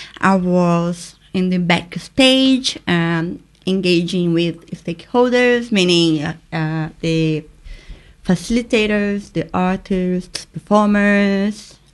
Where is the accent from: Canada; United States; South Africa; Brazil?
Brazil; moved away; I am from Brazil.